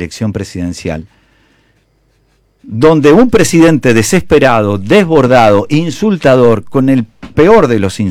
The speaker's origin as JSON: {"language": "Spanish", "country": "Argentina", "said": "particularmente en mi país, en la Argentina"}